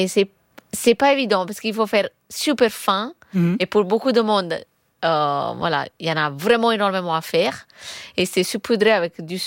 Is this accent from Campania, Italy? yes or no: yes; Naples, Campania, Italy; moved away; J'ai grandi à Naples, avec ma famille.